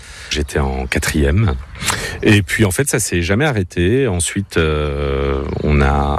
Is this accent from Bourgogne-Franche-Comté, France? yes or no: yes; Mérey-sous-Montrond, Bourgogne-Franche-Comté, France; Moi, je suis d'ici aussi, même plus près que Gladys, puisque j'ai grandi à Méry-sous-Montron, à 15 minutes d'Ornan. J'ai fait mon collège ici